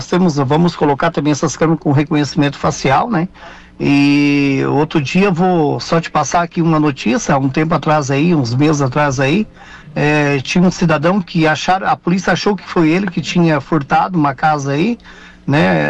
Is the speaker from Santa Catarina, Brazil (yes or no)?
yes; Balneário Gaivota, Santa Catarina, Brazil; eu sou nascido e criado aqui em Balneário Gaivota